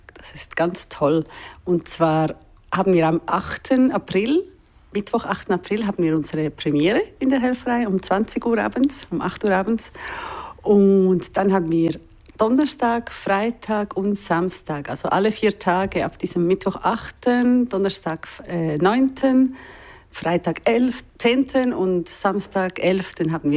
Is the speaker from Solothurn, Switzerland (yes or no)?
yes; Solothurn, Switzerland; now in Zurich, Switzerland; aus der Schweiz, aber nicht aus dem Kanton Zürich ursprünglich. Ich bin im Kanton Solothurn aufgewachsen.